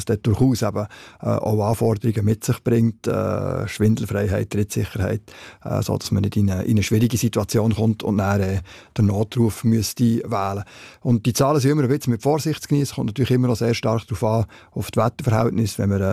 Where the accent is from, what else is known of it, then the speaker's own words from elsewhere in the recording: Switzerland; Und bei uns in der Schweiz geht es, mit Ausnahme vom Gipfel, geht's immer weiter